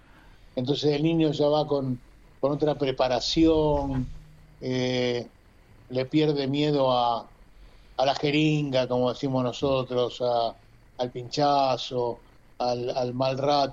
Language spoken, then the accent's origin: Spanish; Argentina; como buen argentino que soy